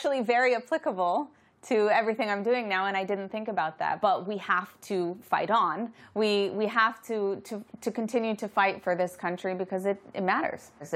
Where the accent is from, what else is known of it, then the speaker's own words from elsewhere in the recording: Los Angeles, California, United States; And growing up in Los Angeles, around so much of the Iranian community, both Jewish Iranian and non-Jewish Iranian, I was actually really inspired.